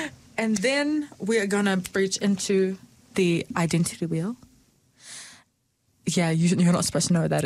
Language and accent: English; Dunedin, Otago, New Zealand; born there; How old am I? 16 years old, born in Dunedin, but I hail from Palestine